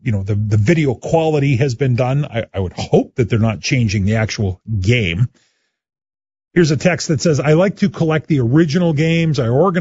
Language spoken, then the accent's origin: English; Regina, Saskatchewan, Canada; I'm 24 from Regina, and I've been a gamer for a lot of my life.